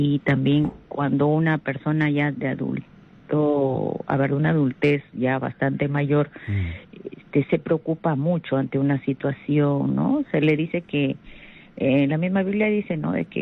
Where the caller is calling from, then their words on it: Chiclayo, Lambayeque, Peru; le hablamos de Chiclayo